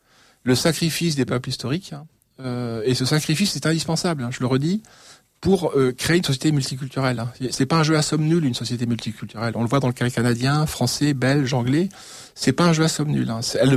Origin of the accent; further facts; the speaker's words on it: France; en tant que Blancs, en tant que Français, en tant qu'Européens